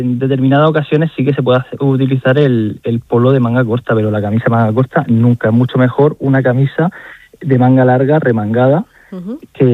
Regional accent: Cartagena, Region of Murcia, Spain; yo soy cartagenero, esto se dice mucho en Cartagena, pero yo creo que en toda la región de Murcia.

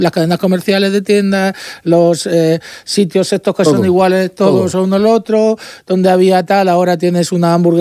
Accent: Cartagena, Region of Murcia, Spain; yo soy de Cartagena

